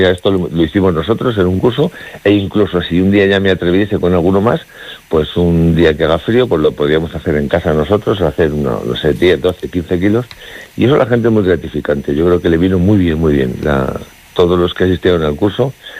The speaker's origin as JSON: {"language": "Spanish", "town": "Pozuelo de Alarcón", "region": "Community of Madrid", "country": "Spain", "tie": "born or raised there", "moved": "as an adult", "lives_now": "Montaña Palentina, Spain", "said": "En Madrid. Yo nací y viví en Pozuelo de Alarcón toda mi vida. Y entonces, hace unos años, ya va para 9, me vine para acá."}